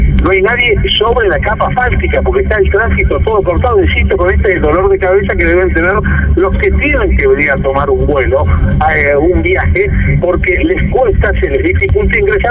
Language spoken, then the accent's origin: Spanish; Buenos Aires, Argentina; De acá, de Capital Federal.